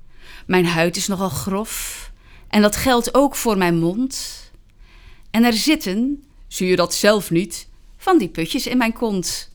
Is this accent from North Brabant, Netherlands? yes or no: no; Amsterdam, North Holland, Netherlands; Ik kom uit Amsterdam.